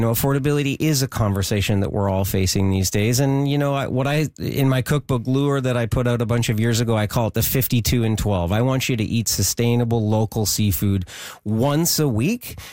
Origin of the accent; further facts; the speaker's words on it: Vancouver Island, British Columbia, Canada; also born or lived in Okanagan; I was born in the Okanagan, raised on Vancouver Island, fishing with my father. My mom and dad moved up to the Okanagan, and we were orchardists, I guess. They were experimenting as hippies back in the early 70s, and then we moved back to the coast and just grew up fishing.